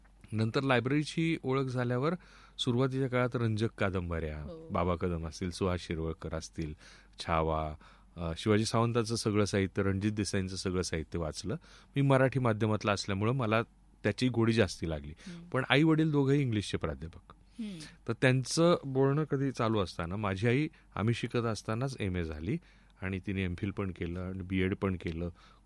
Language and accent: Marathi; Satara, Maharashtra, India; also born or lived in Karjat / Kolhapur; कर्जत. आणि त्यानंतर मग पुढे कोल्हापूरला 2 वर्ष आणि मग परत पुन्हा साताऱ्याला. असं वेगवेगळ्या ठिकाणी माझं बालपण गेलं.